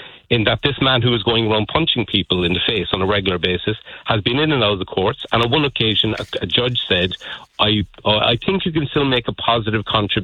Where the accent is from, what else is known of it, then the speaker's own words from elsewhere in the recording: Cork, Munster, Ireland; Again, when I was growing up in Cork, there were maybe two or three, we used to call them winos.